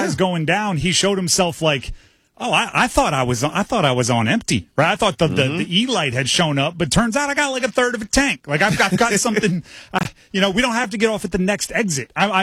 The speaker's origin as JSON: {"language": "English", "region": "New Jersey", "country": "United States", "tie": "born or raised there", "said": "I did grow up a Sixers fan. I grew up in South Jersey. I've been of the Iverson era. So there is a certain level of Philly excitement that you're going to hear from me."}